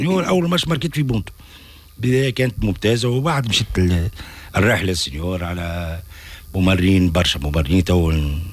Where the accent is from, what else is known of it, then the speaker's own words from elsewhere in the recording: Gafsa, Gafsa Governorate, Tunisia; كنا نسكن في حمت حي النور حمت خضار